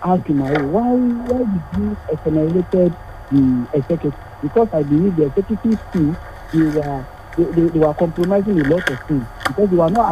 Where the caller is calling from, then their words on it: Nigeria; I'm calling from Ekwutu.